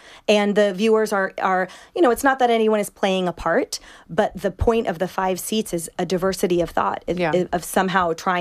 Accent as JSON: {"language": "English", "region": "West Coast", "country": "United States", "said": "because we're from the West Coast"}